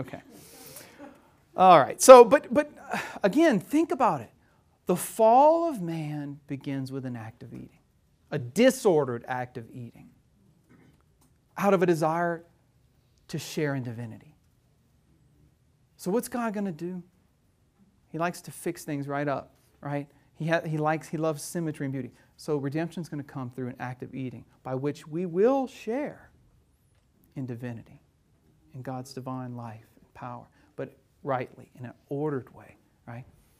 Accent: Louisiana, United States; born or raised there

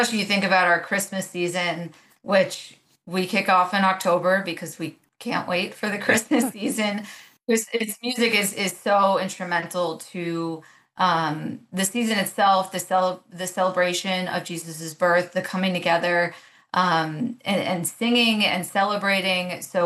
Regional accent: United States; as an American

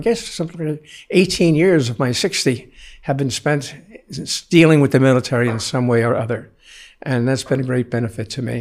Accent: New York City, New York, United States; I grew up in the Bronx, and everything revolved around the parish.

